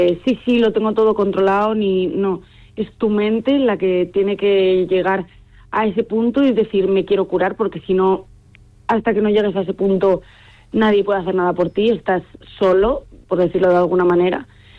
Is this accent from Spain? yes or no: yes; Palencia, Castile and León, Spain; yo soy de Palencia